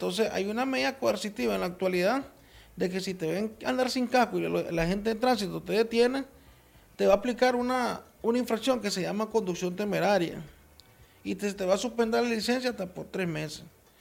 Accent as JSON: {"language": "Spanish", "country": "Nicaragua"}